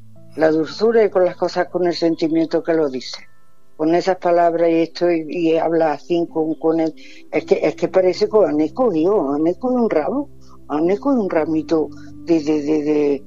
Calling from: Granada, Andalusia, Spain; de la Plaza de Gracia. Del mismo Granada.

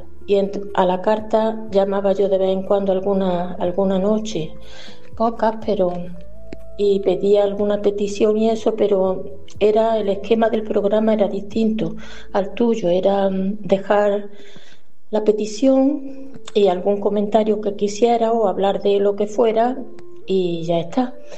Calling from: Córdoba, Andalusia, Spain; de Córdoba.

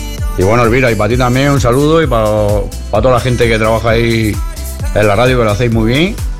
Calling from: Region of Murcia, Spain; de Lo Borico.

